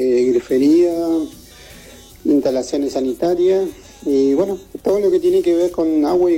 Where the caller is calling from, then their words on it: Viedma, Río Negro, Argentina; soy de Viedma